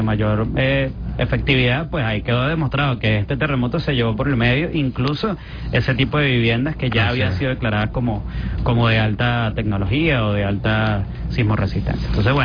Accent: Venezuela; yo tengo que usar la lógica como venezolana

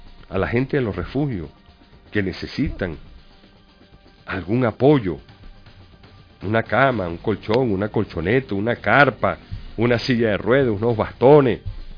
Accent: Venezuela

